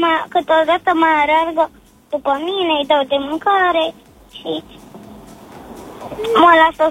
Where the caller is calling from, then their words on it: Botoșani, Botoșani County, Romania; Din România, dar mai mult sunt din Botoșan și tot. Am spus odată, dar am 5 ani.